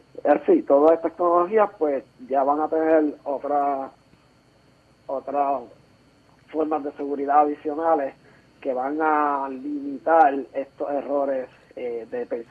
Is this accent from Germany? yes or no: no; Puerto Rico; moved away as an adult; now in United States; Yo cuando salí de Puerto Rico a trabajar en los Estados Unidos en la industria